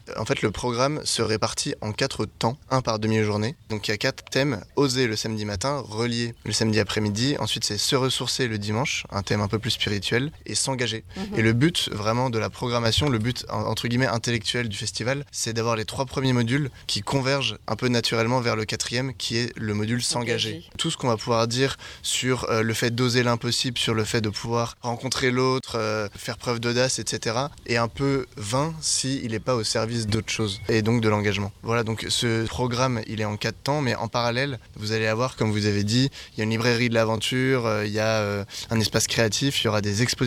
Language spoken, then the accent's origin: French; Hauts-de-France, France; Oui, moi je suis de l'Oise en effet.